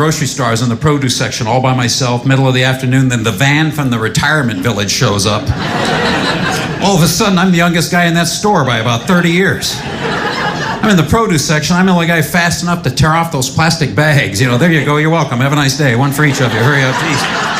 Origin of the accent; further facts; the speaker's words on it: Seattle, Washington, United States; I'm from Seattle, marijuana is now legal.